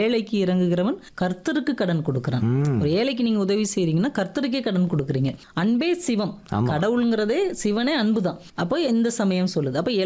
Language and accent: Tamil; Madurai, Tamil Nadu, India; born there